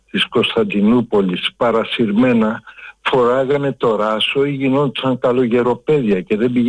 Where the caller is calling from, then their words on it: Spata, Attica, Greece; γιατί και εγώ από τα Σπάτα είμαι